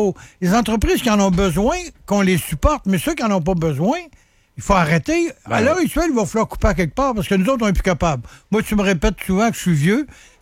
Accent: Quebec, Canada; on est des Québécois

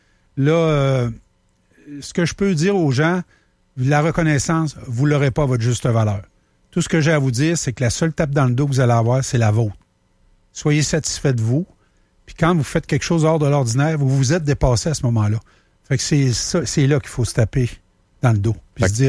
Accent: Grondines, Quebec, Canada; Alors, j'ai été appelé parce que c'est pas loin de mon patelin à Grondines.

